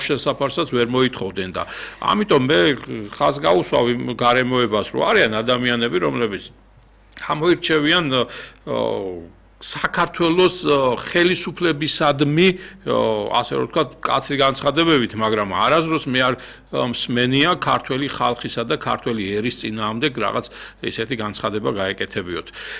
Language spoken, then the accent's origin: Georgian; Zestafoni, Imereti, Georgia; მე ვამაყობ, რომ ზესტაფონელი ვარ